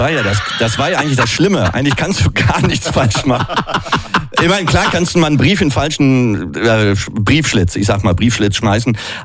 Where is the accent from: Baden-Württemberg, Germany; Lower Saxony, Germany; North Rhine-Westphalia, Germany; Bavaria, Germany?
North Rhine-Westphalia, Germany; Bochum; Ich komme aus Bochum, aus dem Ruhrpott, bin Gitarrist, Comedian.